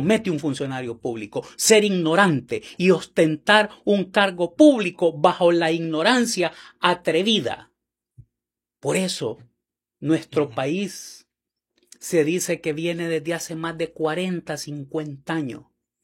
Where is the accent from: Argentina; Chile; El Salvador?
El Salvador